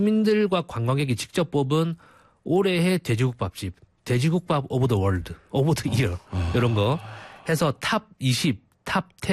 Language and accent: Korean; Busan, South Korea; moved away; 제가 또 이제 원래 집이 부산이지 않습니까?